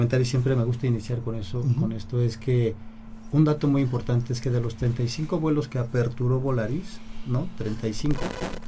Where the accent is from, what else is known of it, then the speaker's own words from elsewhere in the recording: Puebla, Mexico; para nosotros como poblanos